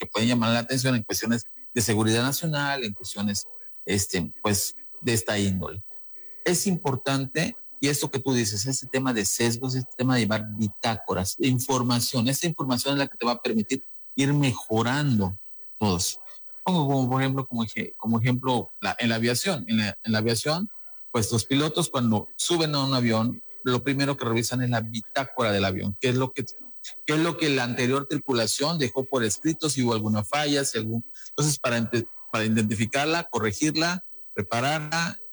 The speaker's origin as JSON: {"language": "Spanish", "country": "Mexico", "said": "los que somos ciudadanos de México"}